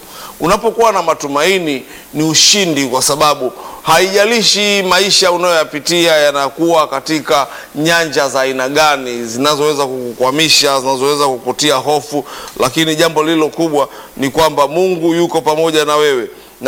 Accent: Tanga Region, Tanzania; Mimi ni mwenyeji wa Tanga

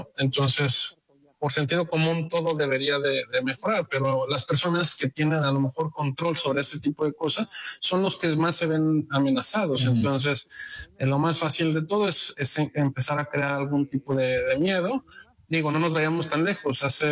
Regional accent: Mexico; Porque yo personalmente te diría que yo soy mexicano, amo mi país, vivo fuera de México gran parte del año, me la paso en Europa

